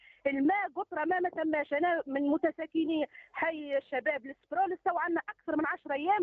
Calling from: Metlaoui, Gafsa Governorate, Tunisia; المتلوي رانا عايشين في مظلمه كبيره، نحبوكم انتم كولايه وكولايتنا قفصه

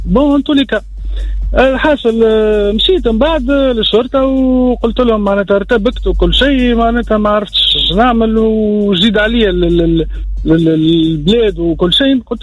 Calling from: Sfax, Sfax Governorate, Tunisia

